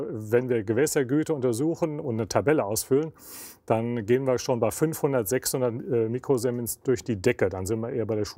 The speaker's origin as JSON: {"language": "German", "region": "Hesse", "country": "Germany", "tie": "born or raised there", "said": "Also ich komme aus der Wetterau und kenne zum Beispiel auch die Nidda"}